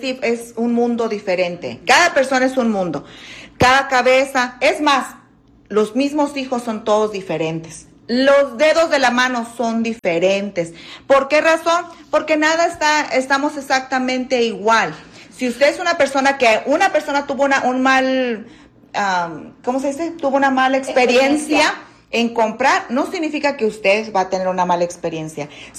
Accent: Michoacán, Mexico; No, soy de Michoacán.

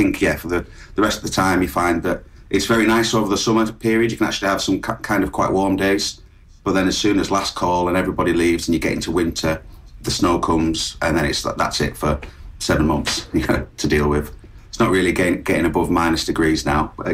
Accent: Kendal, North West England, United Kingdom; I'm from Kendal, the Lake District. So yeah, nice. Shout out to friends and family back home.

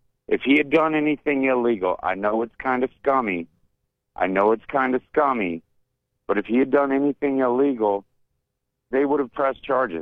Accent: South Carolina, United States; I'm a Kansas City Chiefs fan through and through, but I grew up in South Carolina too, so I'm a Clemson Tiger fan.

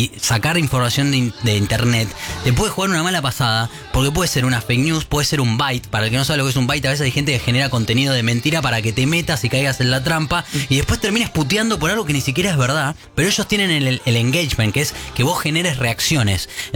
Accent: Argentina

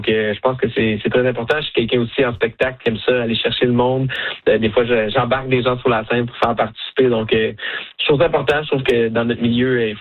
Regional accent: Quebec, Canada; first language French; moi, je viens du Québec. J'ai décidé de faire de la musique country en français parce que ben c'est ma langue maternelle

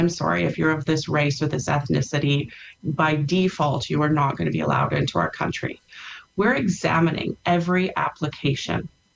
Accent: Canada

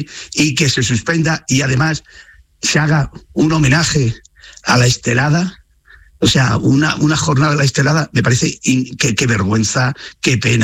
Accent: Spain; Pero siento pena como español, ¿eh?

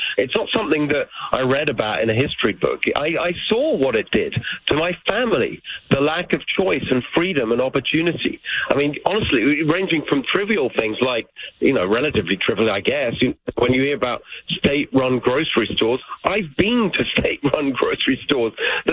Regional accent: England, United Kingdom; Everyone's Hungarian in my family. Most of the family still live in Hungary. When I was a kid, I was born in England. They were refugees from communism and actually met in England, and I was born there and raised in England in a regular working-class home.

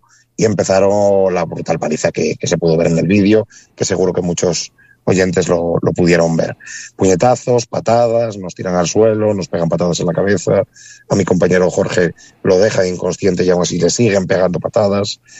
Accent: Cerredo, Asturias, Spain; aunque yo soy natural de Cerredo, en Asturias.

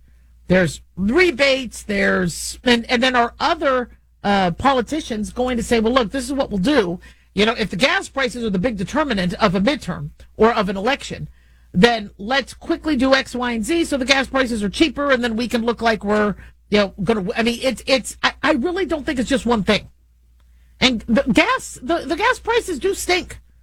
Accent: United States; I'm not Republican or Democrat. I'm common sense. I'm American.

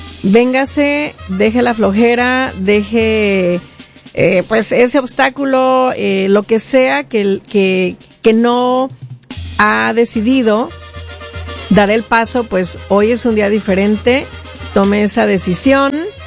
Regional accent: Mexico; now in United States; yo como mexicana

